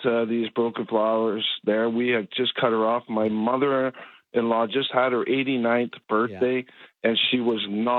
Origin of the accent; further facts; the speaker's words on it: Sault Ste. Marie, Ontario, Canada; And I'm originally born and raised in Sault Ste. Marie.